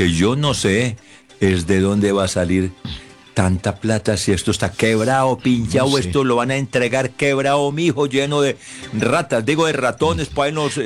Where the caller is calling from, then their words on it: Antioquia, Colombia; nosotros los antioqueños somos jodidos